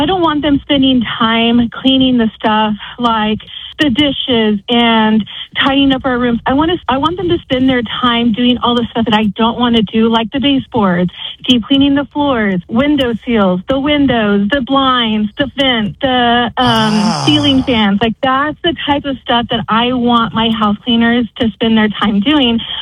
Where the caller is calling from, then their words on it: Moore, Oklahoma, United States; I'm from Moore.